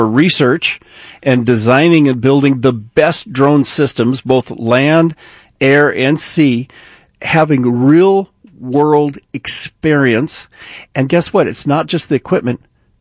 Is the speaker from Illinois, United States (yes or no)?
no; Prescott, Arizona, United States; You and I off the air, we're talking about Emery Riddle up in Prescott, Arizona, my hometown.